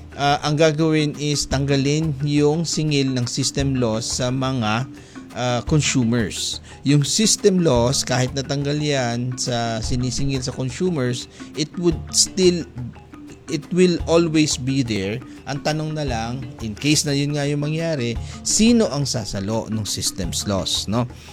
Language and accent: Tagalog; Marawi, Bangsamoro Autonomous Region in Muslim Mindanao, Philippines; sa amin sa Marawi, isa talaga yan sa talagang damang-dama namin because we are the one who generates, or yung lake namin generates electricity that powers 75% of Mindanao